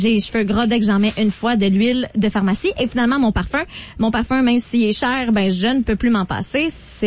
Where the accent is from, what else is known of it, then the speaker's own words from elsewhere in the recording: Saint-Constant, Quebec, Canada; En fait, c'est parce que chez moi, à Saint-Constant, avec mes parents, c'est que des ridelles.